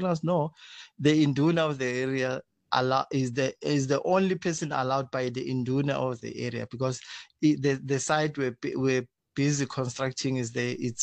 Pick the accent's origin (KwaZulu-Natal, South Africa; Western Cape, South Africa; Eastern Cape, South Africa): KwaZulu-Natal, South Africa; now in Limpopo, South Africa; I'm in Limpopo province, but originally I'm from KwaZulu-Natal, so I'm a business person.